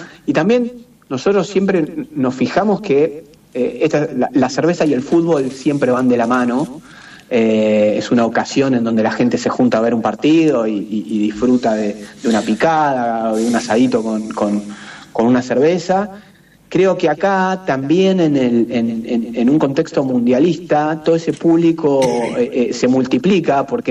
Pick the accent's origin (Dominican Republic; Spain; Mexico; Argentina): Argentina; que nos demuestran como argentinos que cuando está difícil, somos argentinos, muchachos, vamos para adelante.